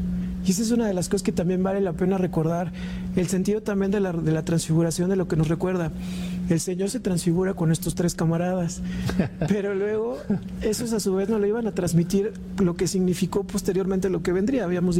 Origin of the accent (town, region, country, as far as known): Mexico